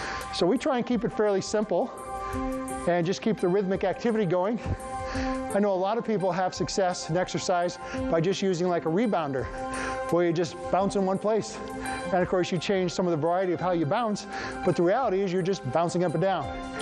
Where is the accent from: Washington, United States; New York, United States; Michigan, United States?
Washington, United States; Olympia; now in Black Hills, United States; I'm from Olympia, Washington, and I got used to being raised in an environment where it was cloudy 300 days of the year.